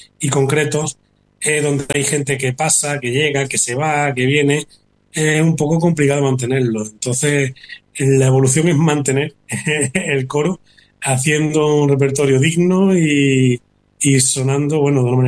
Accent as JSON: {"language": "Spanish", "town": "Córdoba", "region": "Andalusia", "country": "Spain", "moved": "yes", "lives_now": "Arrecife, Spain", "said": "la Catedral de Córdoba, que es mi tierra"}